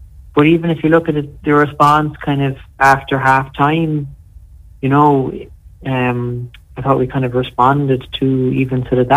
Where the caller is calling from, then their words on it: Vienna, Austria; I'm ringing in from Vienna, Seamus.